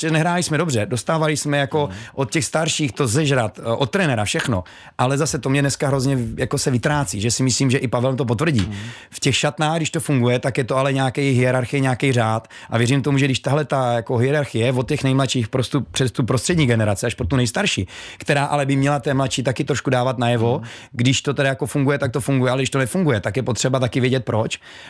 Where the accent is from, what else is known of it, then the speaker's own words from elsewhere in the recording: Brno, South Moravian Region, Czechia; konečně tady zase někdo z Brna